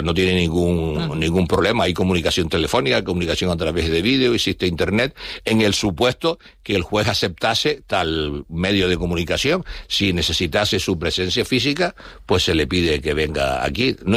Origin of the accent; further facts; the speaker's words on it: Canary Islands, Spain; pues francamente me duele como canario.